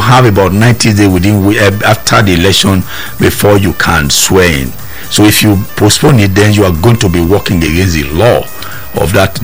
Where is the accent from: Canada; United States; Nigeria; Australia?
Nigeria; even as I sit here as a Nigerian